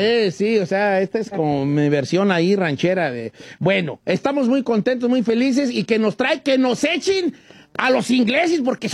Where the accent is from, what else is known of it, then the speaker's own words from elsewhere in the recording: Puebla, Mexico; Yo soy de Puebla.